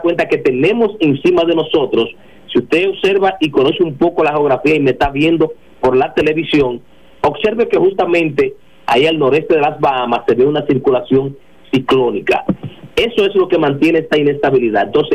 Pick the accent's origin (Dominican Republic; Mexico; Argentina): Dominican Republic; Monte Cristi; moved away; mi gente allá, en mi patria chica, Montecristi, Villa Vázquez, Sancho